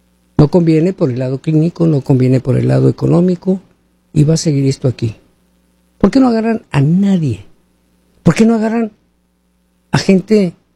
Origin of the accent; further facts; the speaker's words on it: Mexico; now in United States; Porque nosotros los mexicanos somos norteamericanos también.